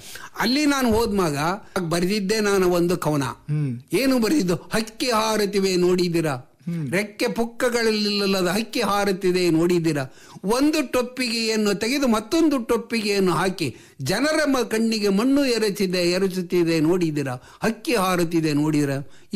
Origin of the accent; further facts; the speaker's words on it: Shivamogga district, Karnataka, India; ಇಲ್ಲಿ ನಮ್ಮಲ್ಲೆಲ್ಲ ಏನಂದ್ರೆ social belt ಇದು, ಸೋಷಿಯಲ್ ಕಲ್ಚರ್ ಇರ್ತಕ್ಕಂಥ ಬೆಲ್ಟ್ ಇದು ನಮ್ಮ ಶಿವಮೊಗ್ಗ ಜಿಲ್ಲೆ.